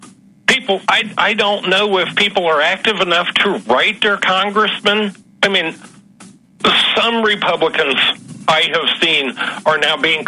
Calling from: Ohio, United States; from Ohio.

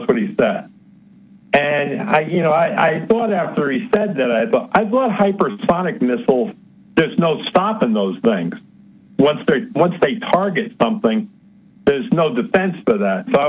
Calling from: New York, United States; Still in New York.

